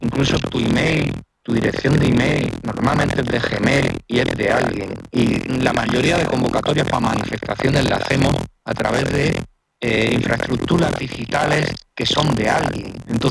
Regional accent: Andalusia, Spain; Tenemos en común yo como tú somos andaluces

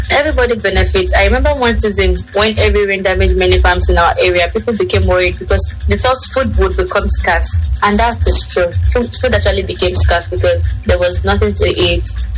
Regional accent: Cross River, Nigeria; I am from Abu local government of Cross River State.

